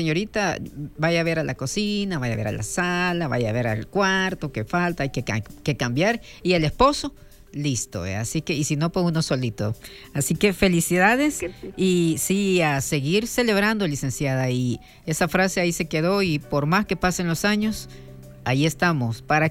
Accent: El Salvador; con nosotros como salvadoreños que somos

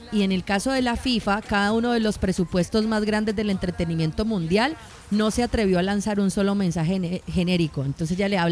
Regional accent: Colombia; Claro, fuimos muy protagonistas, entonces para mí como colombiana

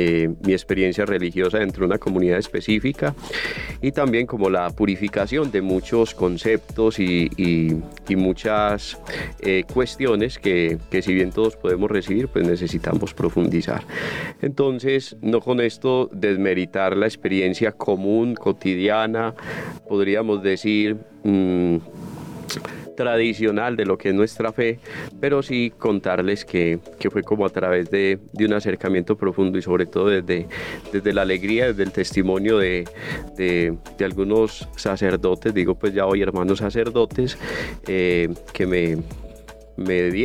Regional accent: Medellín, Antioquia, Colombia; born there; nací en esta ciudad, en Medellín, en medio de una familia culturalmente católica.

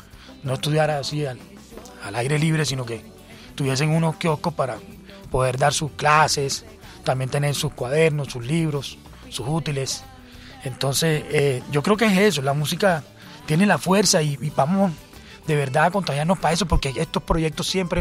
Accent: Cartagena, Bolívar, Colombia; Yo soy cartagenero, lo que pasa es que cuando sí, el Junior... Cuando yo estaba pequeñito

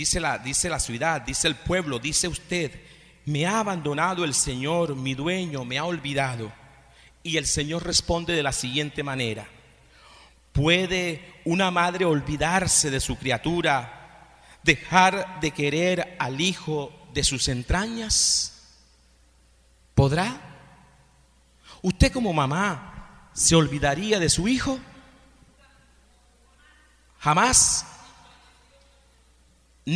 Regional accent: Villanueva, Bolívar, Colombia; moved away; Yo soy de un pueblo que se llama Villanueva.

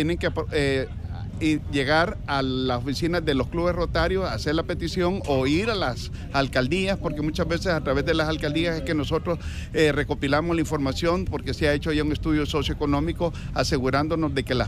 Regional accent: El Salvador; Nosotros somos los Rotarios de San Salvador Noroeste

